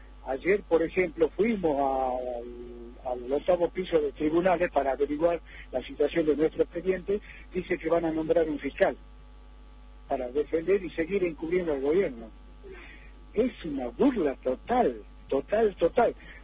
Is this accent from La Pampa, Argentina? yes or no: no; Jujuy, Argentina; somos 514 familias jujeñas